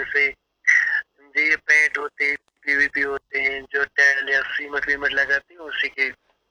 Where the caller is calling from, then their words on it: Budgam district, Jammu and Kashmir, India; जी मैं कश्मीर से बात कर रहा हूँ, जिला बड़गाम में हमारा गांव पड़ता है, और हमारे गांव का नाम है वड़गाम। ये डिस्ट्रिक्ट हेडक्वार्टर से कम 22 किलोमीटर दूर है सर।